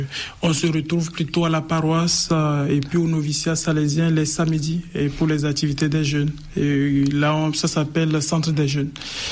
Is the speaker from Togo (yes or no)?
yes; Lomé, Maritime, Togo; born there; Alors, je suis né au Togo, plus précisément à Lomé. Et Lomé, c'est la capitale du Togo.